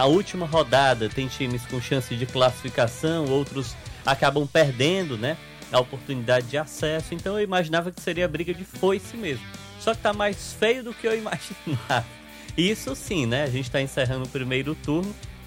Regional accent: Ceará, Brazil; a gente acredita que a gente é cearense

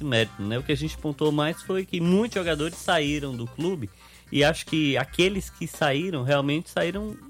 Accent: Ceará, Brazil; Eu sou cearense

